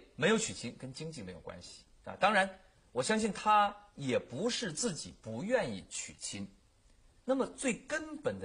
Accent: China; 我们中国人呢

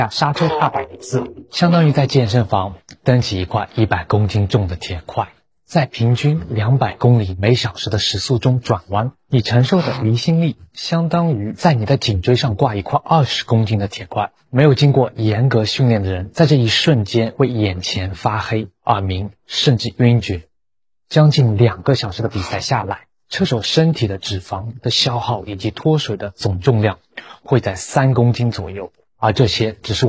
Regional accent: China

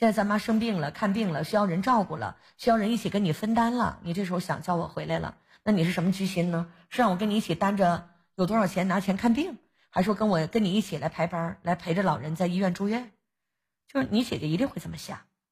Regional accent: Northeast China, China; 我们东北有一个词

